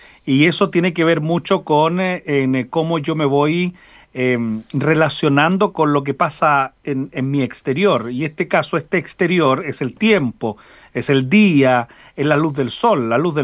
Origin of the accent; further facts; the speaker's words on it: Chillán, Ñuble, Chile; born there; Yo nací en Chillán, región de Ñuble, sur de Chile, 5 horas de Santiago.